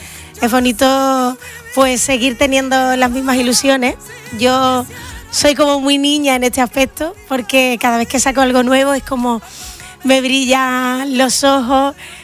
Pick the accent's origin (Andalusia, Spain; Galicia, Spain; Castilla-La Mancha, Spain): Andalusia, Spain; San José de la Rinconada; estoy en mi pueblo, San José de la Rinconada, el 4 de junio.